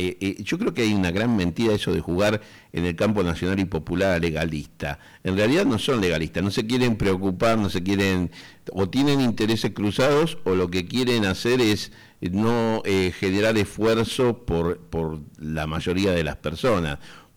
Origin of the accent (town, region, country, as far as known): Argentina